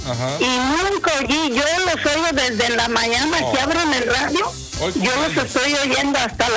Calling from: Matamoros, Tamaulipas, Mexico; yo vivo en Matamoros

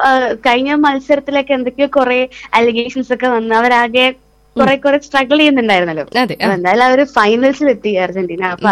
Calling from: Kannur, Kerala, India; കണ്ണൂരിൽ നിന്നാണ് വിളിക്കുന്നത്.

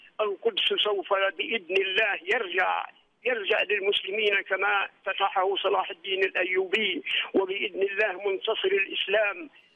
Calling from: Libya; ربي يصلح بلادنا ليبيا

